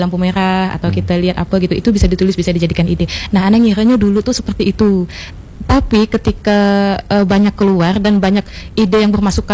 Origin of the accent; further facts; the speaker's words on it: Sambas, West Kalimantan, Indonesia; Saya Sambas, Bang.